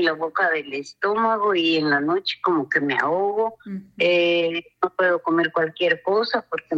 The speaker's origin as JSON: {"language": "Spanish", "region": "Huehuetenango", "country": "Guatemala", "said": "De aquí, de Huehue."}